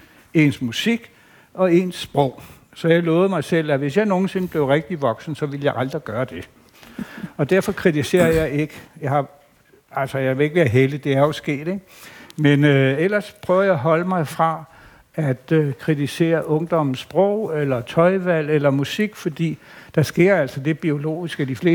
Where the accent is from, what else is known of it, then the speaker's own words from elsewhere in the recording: Bogense, Region of Southern Denmark, Denmark; da jeg voksede op faktisk her i Bogense jo, og jeg er født i 50, og jeg blev teenager i 60'erne.